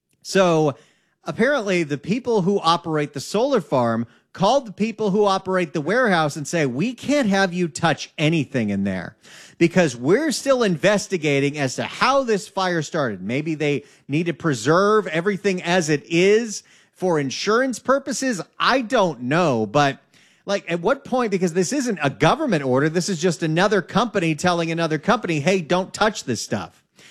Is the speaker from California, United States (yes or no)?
yes; Santa Clarita, California, United States; Now, I always notice, hey, there's a story involving my hometown, the Santa Clarita Valley.